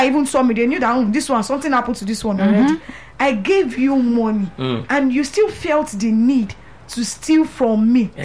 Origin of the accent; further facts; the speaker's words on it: Lagos, Nigeria; born there; it has never happened to me before because I was born in Lagos and 30 something years.